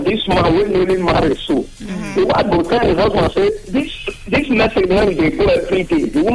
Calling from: Rome, Lazio, Italy; I'm calling from Rome.

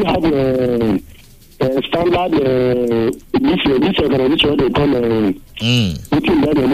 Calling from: Ibadan, Oyo, Nigeria; I'm calling from Ibadan.

